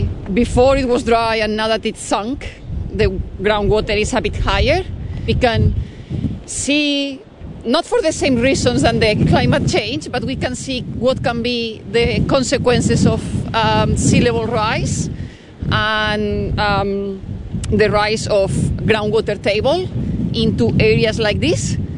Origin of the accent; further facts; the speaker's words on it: Madrid, Community of Madrid, Spain; moved away as an adult; now in Christchurch, New Zealand; Yes, yes, I grew up in Madrid. So yeah, very big city compared with Christchurch.